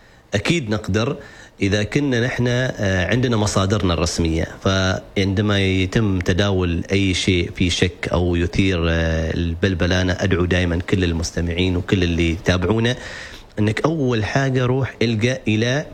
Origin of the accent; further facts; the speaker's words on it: Oman; عندنا في سلطنة عمان،